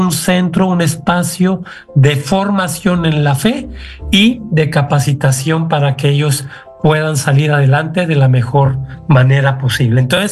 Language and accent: Spanish; Mexico; moved away as an adult; also born or lived in Ecuador; now in Cancún, Mexico; Por cuestiones de la vida, pues vine a México, yo soy mexicano, y entonces, pues un problema de salud, entonces ya me quedé acá.